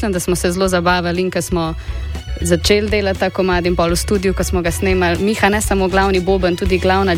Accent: Kisovec, Zasavje, Slovenia; mi smo vsi iz Kisovce.

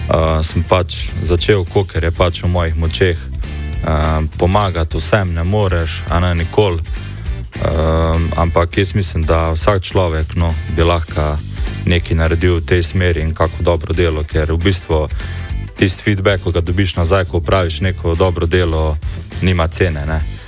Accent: Velenje, Savinja, Slovenia; prihajam iz Velenja

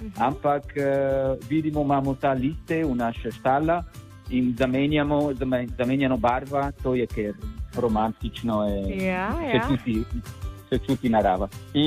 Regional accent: Italy; Slovenian is a second language; moved away as an adult; also born or lived in Florence; now in Primorska, Slovenia; ker sem Italijan, Italija ni daleč

